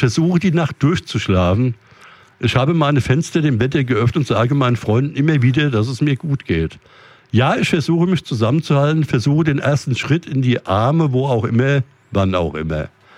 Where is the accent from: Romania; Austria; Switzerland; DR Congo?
Switzerland; Ich bin Schweizer, ich muss euch mal veräppeln in der Richtung.